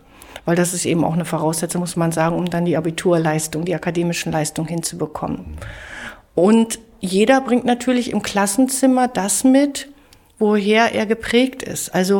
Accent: Germany; also born or lived in Johannesburg, South Africa; ich habe jahrelang in Südafrika gelebt, an der Deutschen Internationalen Schule Johannesburg. So, ich kenne das, wie man ist als Deutscher im Ausland.

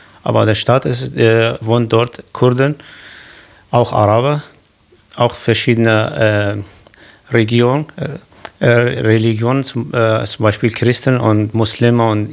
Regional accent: Qamishli, Al-Hasakah Governorate, Syria; German is a second language; now in Germany; Ja, ich komme aus Syrien, aus Nordsyrien. Eine Stadt heißt Ramschlo. Ist ganz nahe in der Grenze Türkei.

